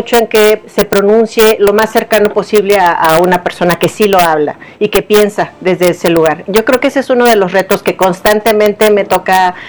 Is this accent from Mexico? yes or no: yes; Mexico; born or raised there; moved away as an adult